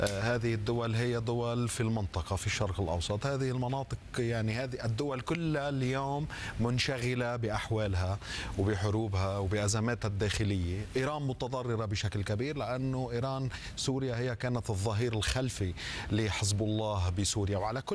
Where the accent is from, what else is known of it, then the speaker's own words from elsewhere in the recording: Lebanon; أنا كلبناني وكمراقب لبناني وصحفي لبناني أعرف بصمات البعث.